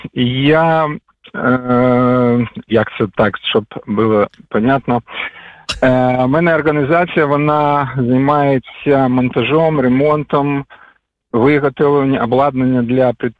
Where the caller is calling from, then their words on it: Odesa, Odesa Oblast, Ukraine